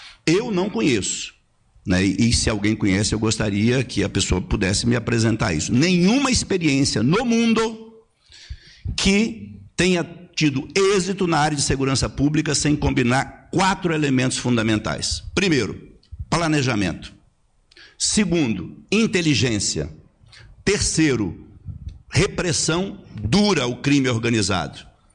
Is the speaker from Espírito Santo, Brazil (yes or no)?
yes; Cariacica, Espírito Santo, Brazil; Eu sou de Cariacica, conheço bem a realidade do Espírito Santo